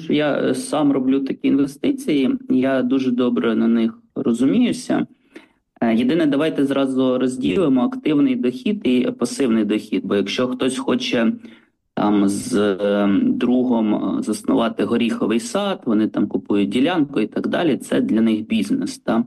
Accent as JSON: {"language": "Ukrainian", "region": "Podillia", "country": "Ukraine", "said": "І я з родом з Поділля"}